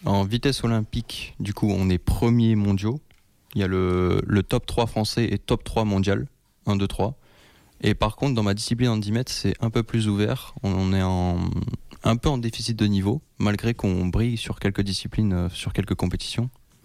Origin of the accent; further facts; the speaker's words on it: Perpignan, Occitanie, France; moved away as an adult; now in Bordeaux, France; là d'où je viens, donc à Perpignan